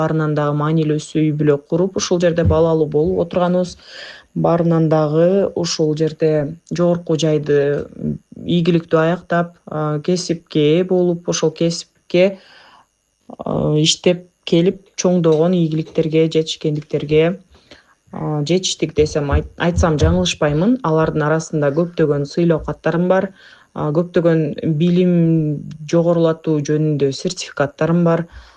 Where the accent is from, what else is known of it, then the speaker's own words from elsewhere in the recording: Kyzyl-Adyr, Talas Region, Kyrgyzstan; Негизи улутум боюнча мен татаркамын, Кыргызстанда төрөлүп өскөнмүн, чоңойгонмун. Ушул жерде Айтматов районунда Кызыл Адыр айылында туулуп өскөнмүн. Ошол жакта бала чак кезибиз өткөн.